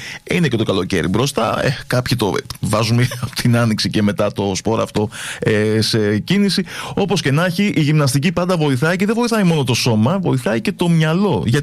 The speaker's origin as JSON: {"language": "Greek", "country": "Greece", "said": "Κάτι που εμείς σαν Έλληνες νομίζω ότι δεν το πολύ θέλουμε."}